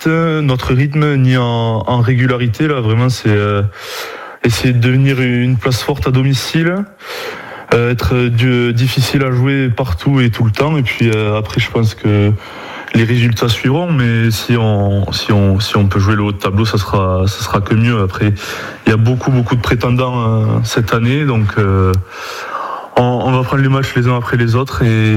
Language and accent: French; Tarbes, Occitanie, France; moved away; also born or lived in Toulouse; Je suis originaire de Tarbes.